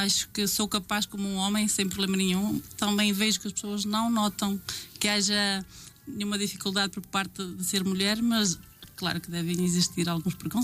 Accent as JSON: {"language": "Portuguese", "country": "Portugal", "tie": "born or raised there", "said": "Galegos é a minha terra natal, é onde eu me sinto em casa."}